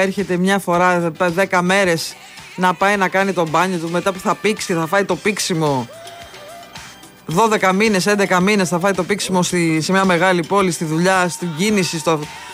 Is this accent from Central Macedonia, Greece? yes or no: no; Parga, Epirus, Greece; born there; Εγώ γεννήθηκα στην Πάργα.